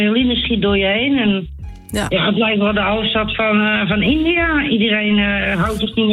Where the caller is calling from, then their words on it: Amsterdam, North Holland, Netherlands; Ik woon in het Alphenhavengebied, Amsterdam.